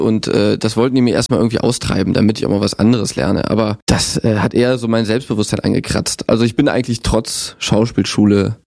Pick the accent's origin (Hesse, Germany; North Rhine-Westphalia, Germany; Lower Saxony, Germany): North Rhine-Westphalia, Germany; Mönchengladbach; now in Berlin, Germany; Jetzt bin ich Berliner, genau, seit 1,5 Jahren.